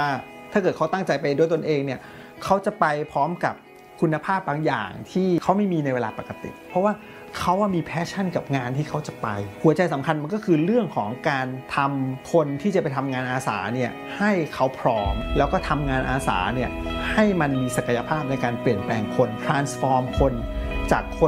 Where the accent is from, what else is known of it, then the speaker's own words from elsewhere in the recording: Bangkok, Thailand; เป็นเด็กกรุงเทพครับเกิดและโตที่กรุงเทพที่บ้านให้ความสำคัญกับการเรียนรู้มาก